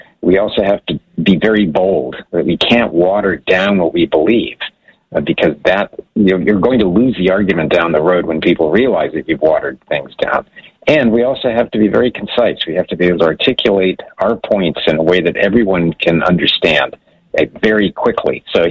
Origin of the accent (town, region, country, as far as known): Hawaii, United States; born or raised there; also born or lived in Germany